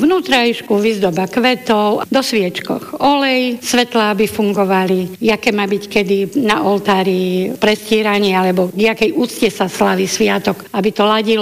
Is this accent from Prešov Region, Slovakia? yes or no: yes; Sedliská, Prešov Region, Slovakia; ja som vyrastala v susednej časti v Sedliskách, manžel v susednej obci Benkovce.